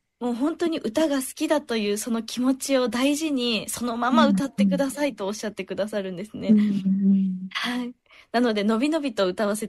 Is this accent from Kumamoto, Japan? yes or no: yes; Kumamoto, Japan; 私のふるさと、熊本は阿蘇を舞台に熱い女の情念を描いたかっこいい一曲になっております。